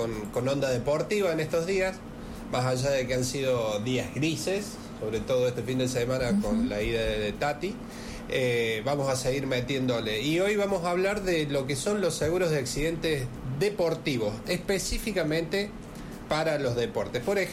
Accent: Argentina

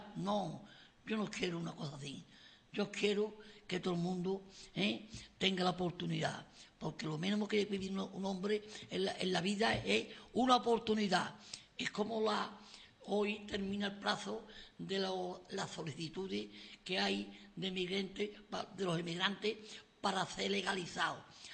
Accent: Andalusia, Spain; porque yo soy andaluz y claro, español.

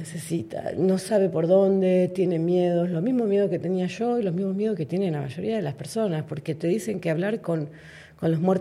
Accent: Buenos Aires Province, Argentina; Yo soy de la provincia de Buenos Aires

